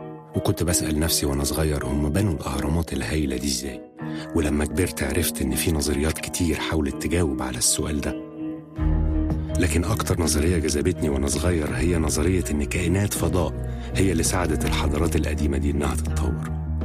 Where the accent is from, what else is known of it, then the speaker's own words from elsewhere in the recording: Egypt; born there; أنا اتولدت في مصر في ملتقى طرق ما بين ثقافتين، ثقافة العربي المسلم وتاريخ مصر القديمة.